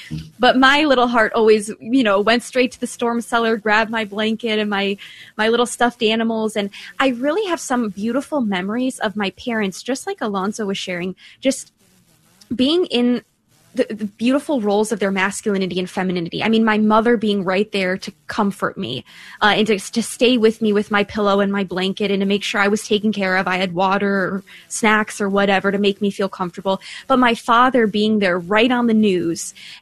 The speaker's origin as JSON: {"language": "English", "region": "Midwest", "country": "United States", "tie": "born or raised there", "said": "I grew up in the Midwest."}